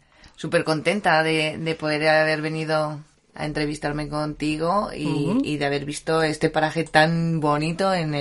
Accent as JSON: {"language": "Spanish", "town": "Leganés", "region": "Community of Madrid", "country": "Spain", "tie": "born or raised there", "moved": "as an adult", "lives_now": "Gascones, Spain", "said": "Soy más bien pepinera, de Leganés. Allí es donde he vivido con mis padres y lo que pasa es que me ha tirado siempre mucho la sierra por abuelos. Mitad Canencia, mitad Braojos."}